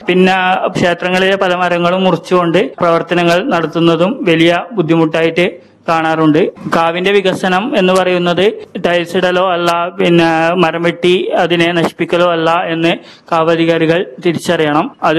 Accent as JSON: {"language": "Malayalam", "town": "Taliparamba", "region": "Kerala", "country": "India", "said": "ഞാൻ തളിപ്പുറമ്പ് സ്വദേശിയാണ്."}